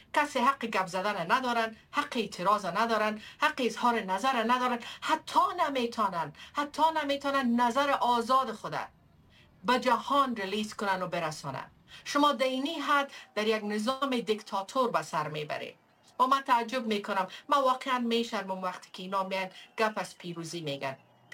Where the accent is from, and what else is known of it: Afghanistan